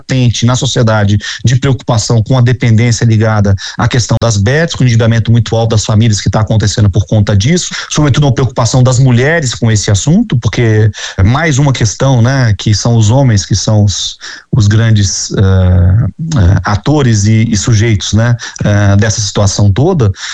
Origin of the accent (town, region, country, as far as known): Rio de Janeiro, Brazil